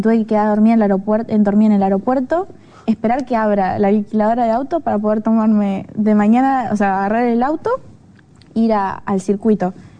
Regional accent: Uruguay; esa alma luchadora como uruguaya

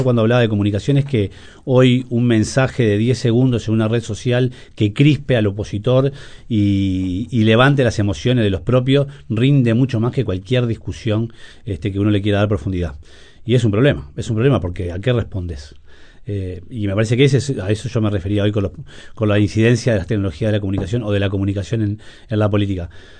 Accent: Uruguay; nosotros como uruguayos

